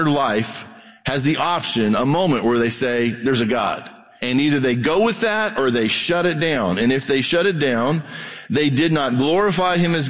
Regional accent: Brazil; I grew up in Brazil, mission field.

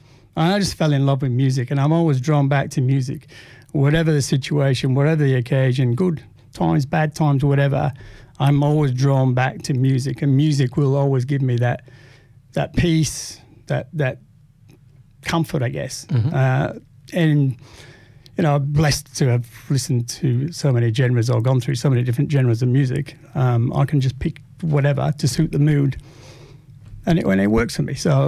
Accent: Huddersfield, Yorkshire and the Humber, United Kingdom; I was. Local boy.

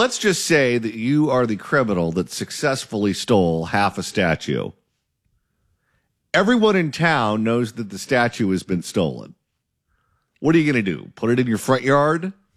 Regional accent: Garden Grove, California, United States; Now, I am from Garden Grove, and that city has a very large Vietnamese population.

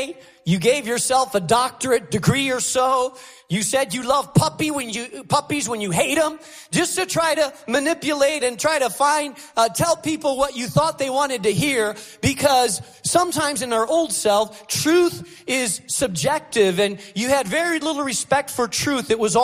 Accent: Spain; now in United States; And so I grew up in Spain. Everywhere outside of my house, I spoke Spanish, Castilian Spanish. In my house, I spoke English because my house, my parents were Americans.

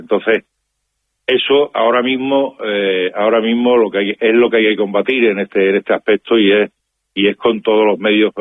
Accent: Spain; nuestros derechos como ciudadanos españoles y europeos que somos, aunque estemos viviendo en África, pero somos europeos de pleno derecho

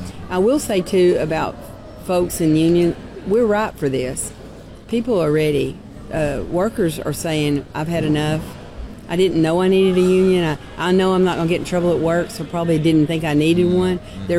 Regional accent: Tennessee, United States; in my home state of Tennessee

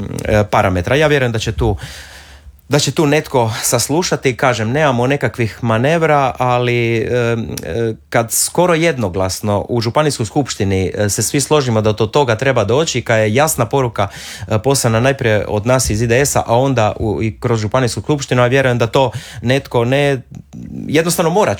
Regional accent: Istria County, Croatia; dolazim iz Istarske županije

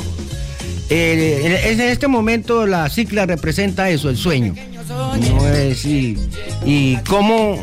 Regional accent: Norte de Santander, Colombia; now in Salazar de las Palmas, Colombia; Nosotros somos de Norte de Santander, somos de varios municipios. Yo sí radico en Salazar de las Palmas

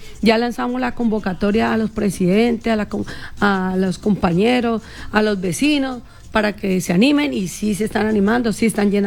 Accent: Huila, Colombia; somos esencia tradicional huilense, eso es lo que nos hace lindos para todos los de Huila

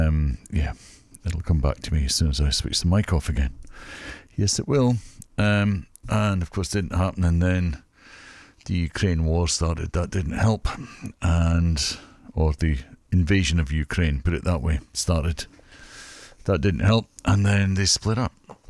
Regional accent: Scotland, United Kingdom; now in Melbourne, Australia; as a Scotsman

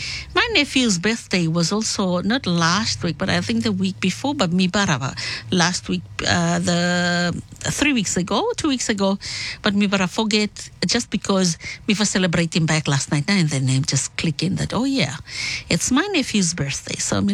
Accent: Rennell and Bellona, Solomon Islands; I might be from Renal Bellona. I might be a Polynesian, but my passport stated that I am a Melanesian because me come from the Solomon Islands.

